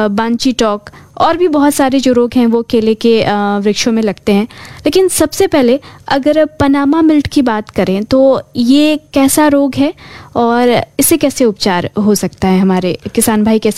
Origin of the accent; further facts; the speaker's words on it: Bihar, India; हमारा सौभाग्य है कि हम बिहारी हैं और बिहार में बहुत ही अच्छे तरीके से इसके लिए उपयुक्त जलवायु मिलती है